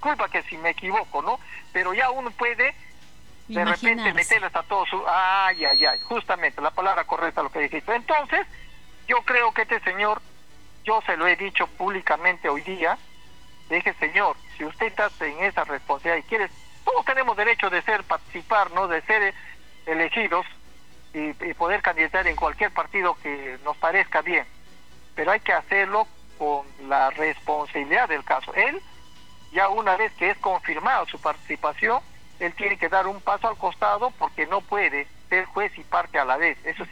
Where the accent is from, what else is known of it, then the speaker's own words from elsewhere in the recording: Peru; nosotros los peruanos